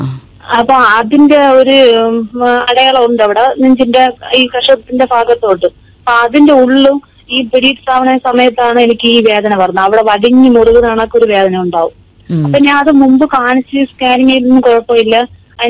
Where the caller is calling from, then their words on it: Thiruvananthapuram, Kerala, India; ഞാൻ തിരുവനന്തപുരത്ത് നിന്നാണ് താമസിക്കുന്നത്.